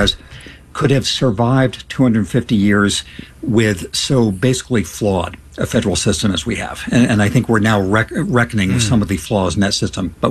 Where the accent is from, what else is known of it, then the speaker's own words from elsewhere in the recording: California, United States; I was in my home state of California